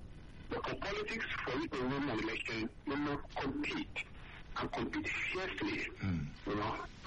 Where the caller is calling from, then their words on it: Abuja, Federal Capital Territory, Nigeria; I'm from Abuja here.